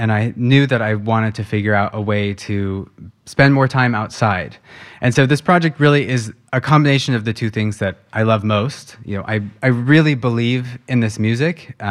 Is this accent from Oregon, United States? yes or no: yes; Sunriver, Oregon, United States; I grew up in Sun River, Oregon, and both of my parents are very outdoorsy, you know, hunting, fishing, kayaking, golfing.